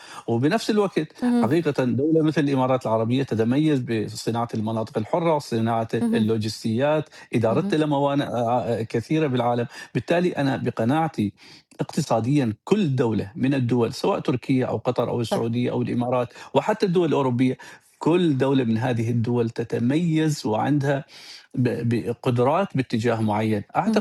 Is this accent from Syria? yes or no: yes; Syria; نحن كسوريين